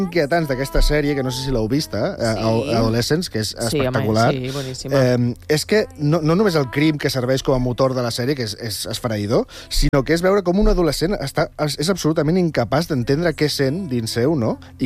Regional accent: Viladecans, Catalonia, Spain; quan era per adolescent, a la meva escola de Viladecans

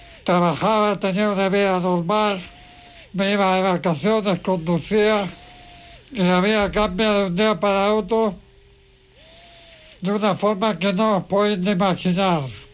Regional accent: Chile; Soy español, pero tengo nací en Chile.

